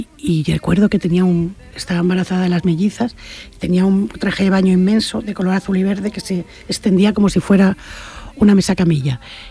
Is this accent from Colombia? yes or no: no; Premià de Mar, Catalonia, Spain; born there; moved away; also born or lived in Madrid